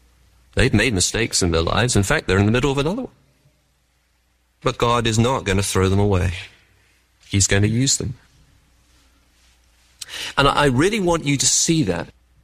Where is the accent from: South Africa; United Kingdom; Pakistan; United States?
United Kingdom; England; I grew up in the Anglican church, And people there used to say of being in the Anglican church in England